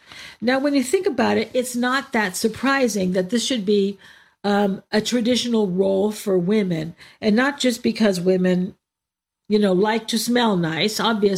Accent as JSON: {"language": "English", "country": "United States", "tie": "born or raised there", "said": "I grew up in the United States"}